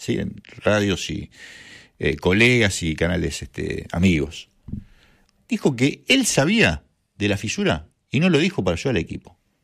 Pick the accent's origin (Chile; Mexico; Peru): Chile; yo soy chileno y voy a buscarlo a Paredes